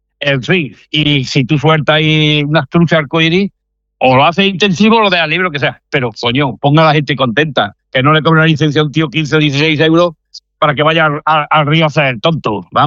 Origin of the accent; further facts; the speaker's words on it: Córdoba, Andalusia, Spain; moved away as an adult; now in Logroño, Spain; pues yo llevo pescando de chaval, ahí en Córdoba, a los barbos y a las carpas. Pero cuando me vine aquí ya a Logroño, ya tenía 30 años